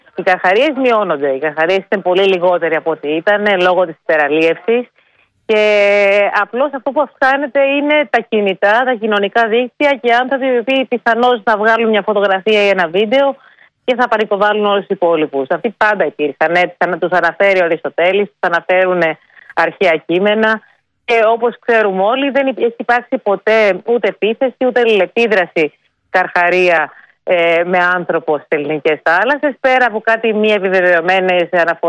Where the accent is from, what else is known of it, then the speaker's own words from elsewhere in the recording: Greece; Πιστεύω ότι όλοι έχουμε δει μέδουσες μεγαλώνοντας στην Ελλάδα, δεν είναι κάτι καινούριο.